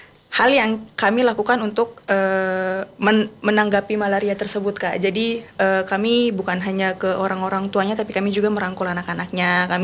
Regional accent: Walma, Papua, Indonesia; Dari kampung Walma, distrik Skanto.

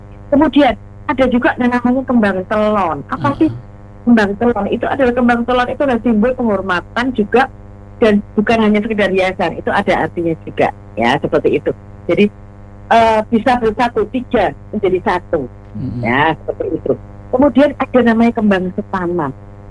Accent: Java, Indonesia

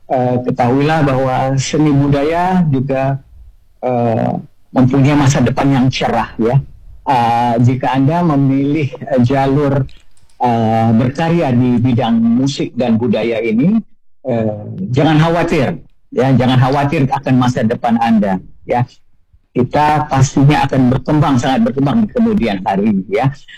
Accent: Batam, Riau Islands, Indonesia; Saya bukan orang asli Melayu, Mbak. Saya orang Batak ya. Tapi karena saya dibesarkan, dilahirkan di daerah Melayu ini, sejak kecil saya sangat suka dengan budaya Melayu ini ya.

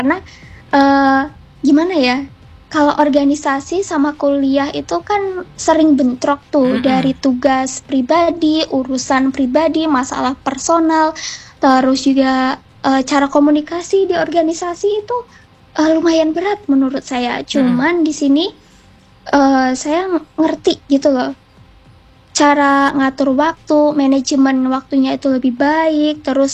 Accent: Tegal, Central Java, Indonesia; moved away

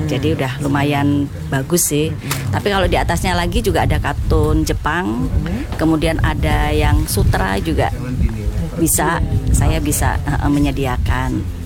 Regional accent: Sleman, Special Region of Yogyakarta, Indonesia; Terima kasih … berasal dari Manggung, Catur Tunggal, Depok, Sleman.

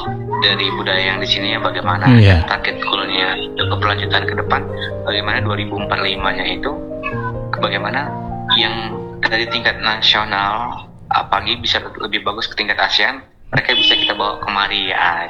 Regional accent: Aceh, Indonesia; kita Gayo

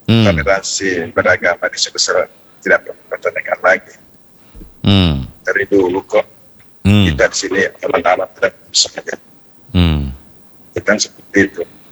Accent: South Sulawesi, Indonesia; kita orang Bugis

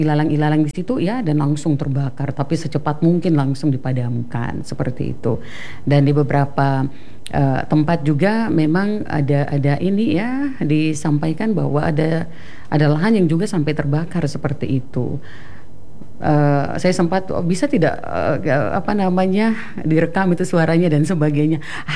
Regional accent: Papua, Indonesia; karena memang kita Papua secara khusus, apalagi bagian timur

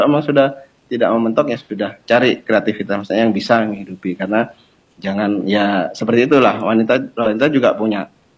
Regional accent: Java, Indonesia; Sekelas Ibu Kartini aja susah itu menobrak tradisi kalau saya orang Jawa gitu.

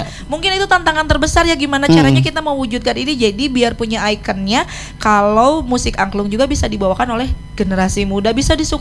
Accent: West Java, Indonesia; Kita orang Sunda punya nada sendiri namanya daminatilada.

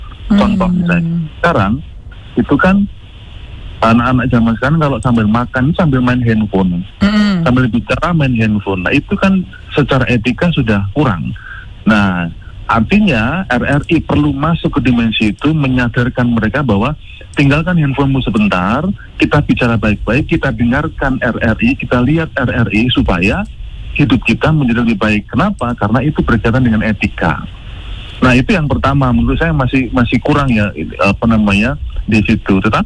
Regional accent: Yogyakarta, Special Region of Yogyakarta, Indonesia; karena saya dari Jogja ya

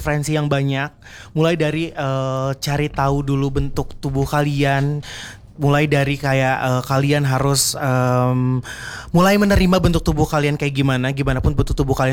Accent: Subang, West Java, Indonesia; born there; now in Bandung, Indonesia

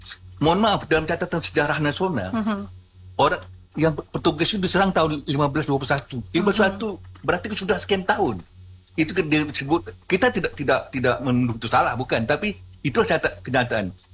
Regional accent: Riau, Indonesia; kalau kita orang Riau ini pasti pernah dengar nama Koyan.

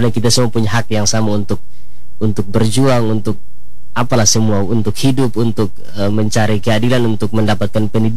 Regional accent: Alor, East Nusa Tenggara, Indonesia; khususnya kita orang Alor

